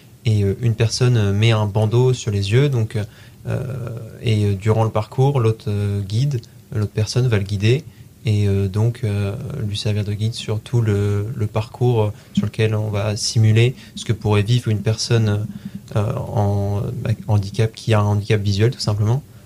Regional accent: Rennes, Brittany, France; now in Tours, France; J'ai fait donc un bac technologique STMG à Rennes, là d'où je viens. Je me suis orienté à Tours en BUT technique de commercialisation.

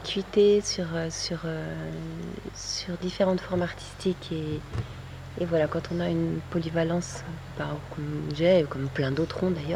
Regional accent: Geneva, Switzerland; born or raised there

